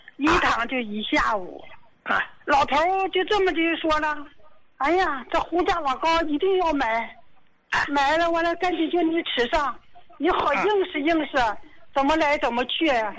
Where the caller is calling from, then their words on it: Dalian, Liaoning, China; 我是大连的。我今年70岁。